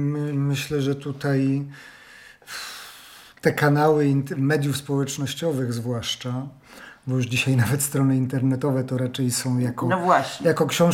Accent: Pabianice, Łódź Voivodeship, Poland; moved away; Tylko podstawowa szkoła pierwszego stopnia w Pabianicach, bo pochodzę z Pabianic.

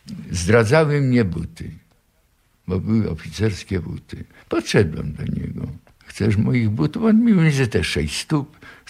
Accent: Łódź, Łódź Voivodeship, Poland; born there; Ja się urodziłem w Łodzi. Łódź była już Litzmannstadt.

